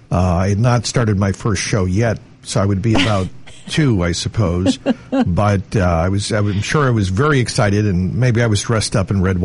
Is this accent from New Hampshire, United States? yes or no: no; Hanover, Massachusetts, United States; It's not far from where I grew up in Hanover.